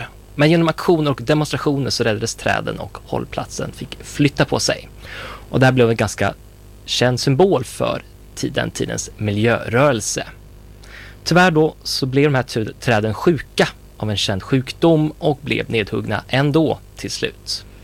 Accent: Västerås, Västmanland County, Sweden; i min hemstad, Västerås.

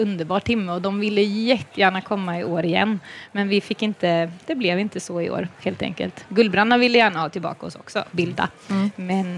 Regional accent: Värnamo, Jönköping County, Sweden; Ja, och jag är ju från Värnamo och då från Arkens pingstförsamling.

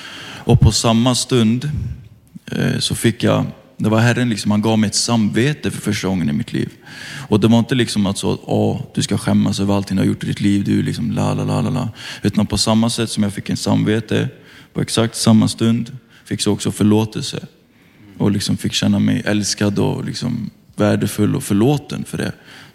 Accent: Götene, Västra Götaland County, Sweden; moved away; jag är egentligen ifrån Götene. Alla här borde känna igen det, tänker jag. Liten håla liksom.

